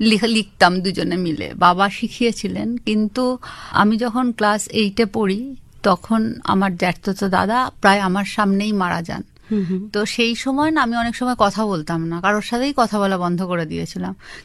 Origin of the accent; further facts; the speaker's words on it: Basirhat, West Bengal, India; born there; বসিরহাটের মফস্বলের একটি স্কুল